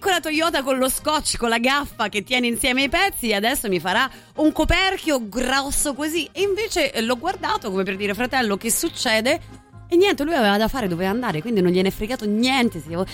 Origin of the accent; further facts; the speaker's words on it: Cassino, Lazio, Italy; Io ho cresciuto a Cassino